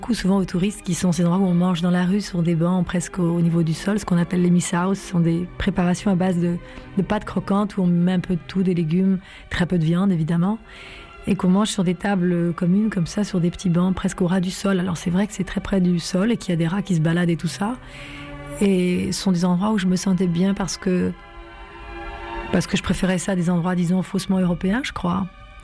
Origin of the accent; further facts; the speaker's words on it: Paris, Île-de-France, France; Et parisienne.